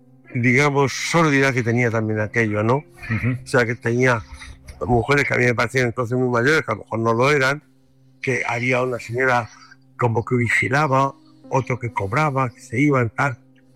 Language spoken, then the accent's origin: Spanish; Alcalá de Henares, Community of Madrid, Spain; now in Madrid, Spain; Yo crecí en Alcalá de Henares